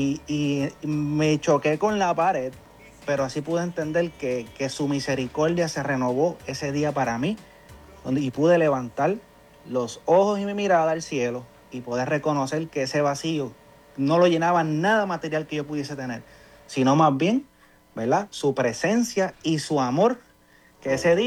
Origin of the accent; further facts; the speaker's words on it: Puerto Rico; soy boricua.